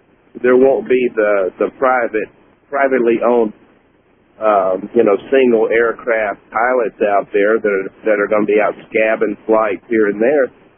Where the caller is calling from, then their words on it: Columbia, South Carolina, United States; I'm a trucker in Columbia, South Carolina.